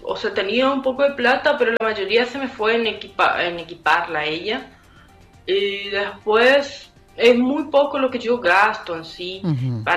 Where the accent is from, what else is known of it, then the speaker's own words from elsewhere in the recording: Fracrán, Misiones, Argentina; also born or lived in San Vicente; now in Brazil; yo me vine a Brasil hace un par de meses atrás por la situación económica que estaba pasando, porque yo soy de Fracrán, pero vivía en San Vicente.